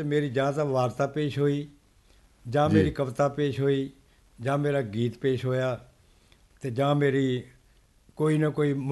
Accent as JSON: {"language": "Punjabi", "town": "Chitti", "region": "Punjab", "country": "India", "said": "ਖੇਡ ਦੇ ਸੱਭਿਆਚਾਰਕ ਕਲੱਬ ਪਿੰਡ ਚਿੱਟੀ ਸਥਾਪਿਤ ਹੈ ਸਾਡੇ ਪਿੰਡ 'ਚ, ਜ਼ਿਲ੍ਹਾ ਪ੍ਰਸ਼ਾਸਨ ਜਲੰਧਰ ਦੇ ਵਿੱਚੋਂ 2 ਇਨਾਮ ਸਨਮਾਨ ਮੈਨੂੰ ਪ੍ਰਾਪਤ ਹੋਏ ਹਨ।"}